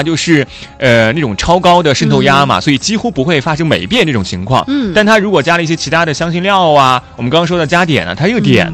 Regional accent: Sichuan, China

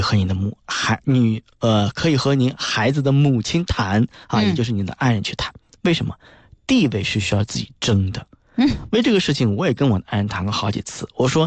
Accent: Hunan, China; 但是我是湖南人。

